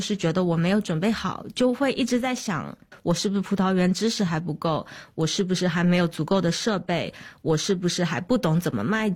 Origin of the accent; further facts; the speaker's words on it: Quanzhou, Fujian, China; moved away as an adult; also born or lived in Beijing; now in Australia; 从小我是在泉州长大的，到北京我也没有觉得生活上有不适应的地方，然后来到澳洲我也没有觉得有